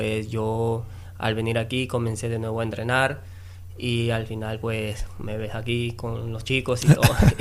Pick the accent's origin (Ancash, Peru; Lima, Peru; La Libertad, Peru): La Libertad, Peru; Trujillo; Yo soy de Perú.